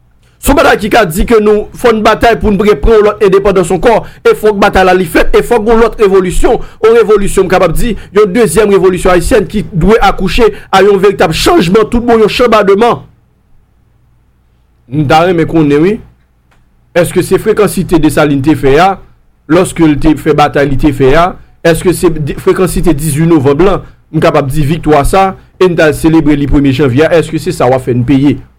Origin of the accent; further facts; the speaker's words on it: Haiti; Ça attire attention de tout en tant que haïtien.